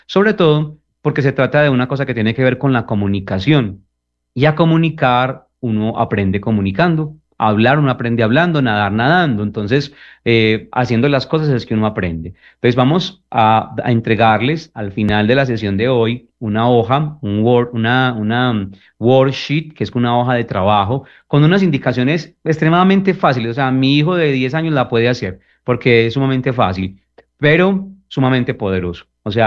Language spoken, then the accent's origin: Spanish; Colombia